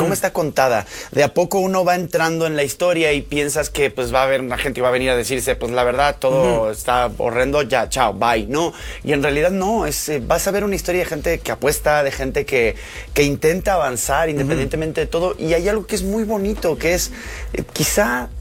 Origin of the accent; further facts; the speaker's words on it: Argentina; Sí, y yo como argentino lo sé, o sea, en pleno desmadrito que traemos